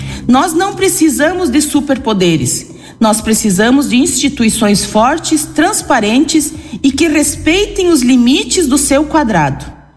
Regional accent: Brazil; Como nós brasileiros estamos vendo esses fatos que nos angustiam, que nos inquietam?

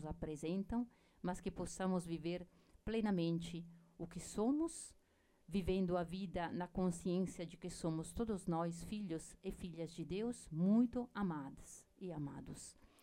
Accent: Milan, Lombardy, Italy; Portuguese is a second language; na cidade de onde eu venho, Milão, não acontece, é que todas as portas estão abertas.

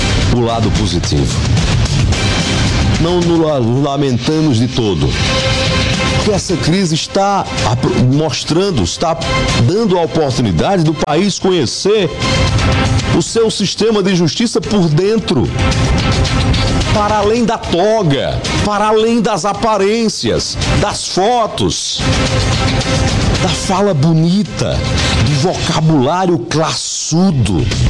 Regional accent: Brazil; nós brasileiros, cidadãos que pagamos esta alta conta.

